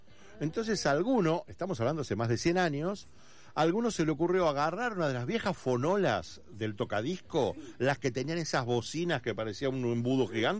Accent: Uruguay; now in Argentina; yo soy uruguayo igual que Zulema.

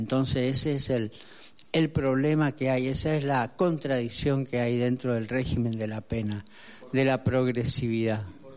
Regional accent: Chaco, Argentina; moved away; yo, por ejemplo, soy del Chaco, necesitaba para la visita especial a mi provincia, donde está mi familia

